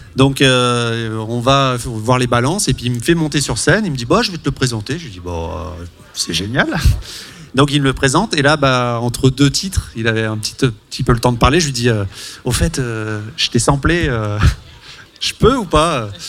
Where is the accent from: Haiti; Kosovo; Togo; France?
France; Vienne, Auvergne-Rhône-Alpes; j'ai grandi à Vienne.